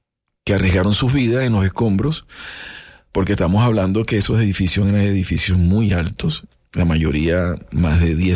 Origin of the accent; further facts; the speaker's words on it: Caracas, Capital District, Venezuela; moved away as an adult; also born or lived in Lechería, Venezuela / Puerto La Cruz, Venezuela; now in Costa Rica; En Venezuela, en Caracas. Yo soy de Caracas. Luego me pasé a vivir a Lechería, a Puerto La Cruz, que queda 4 horas.